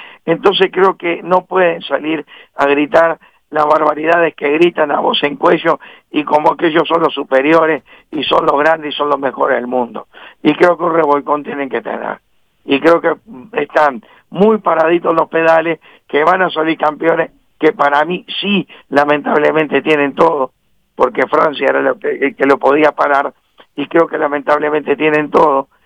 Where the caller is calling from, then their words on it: Uruguay; yo soy uruguayo y tengo dignidad. Y yo no soy provincia de nadie. Porque soy proveniente de un Estado laico, ¿sí? De libertad de culto y libre e independiente de todo